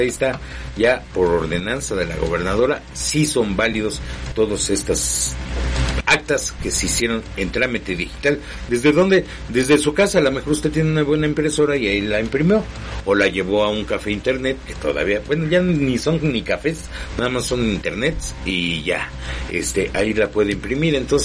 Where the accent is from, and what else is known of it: Mexico